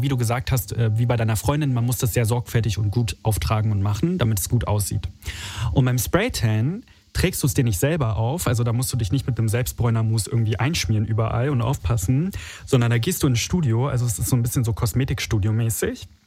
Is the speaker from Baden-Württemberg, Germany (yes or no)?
no; Berlin, Germany